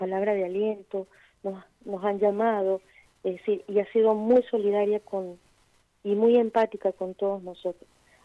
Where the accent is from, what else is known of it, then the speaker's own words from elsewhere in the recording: Venezuela; now in Argentina; nosotros como inmigrantes, como venezolanos que estamos fuera